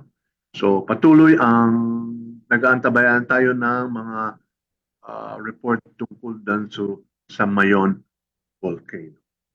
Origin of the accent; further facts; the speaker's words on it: Cagayan Valley, Philippines; doon po sa amin sa Cagayan, paborito pong daanan ng bagyo yun.